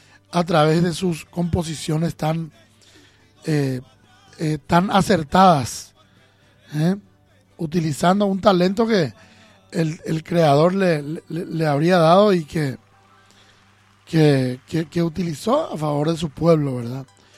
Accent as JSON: {"language": "Spanish", "country": "Paraguay", "said": "estamos nosotros como estamos, como paraguayos"}